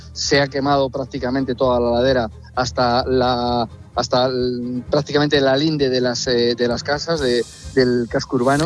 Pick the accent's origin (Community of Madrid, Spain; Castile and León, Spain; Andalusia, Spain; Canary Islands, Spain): Castile and León, Spain; Navaluenga; conociendo a mi pueblo como le conozco, conociendo al tejido empresarial, conociendo a las personas de Navalonga, creo que vamos a resurgir de nuestras cenizas